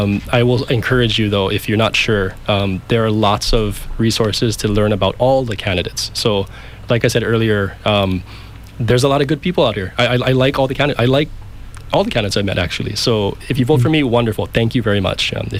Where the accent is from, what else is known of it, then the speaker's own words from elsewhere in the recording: Kauai, Hawaii, United States; born and raised on Kauai, fourth generation. I really am rooted here.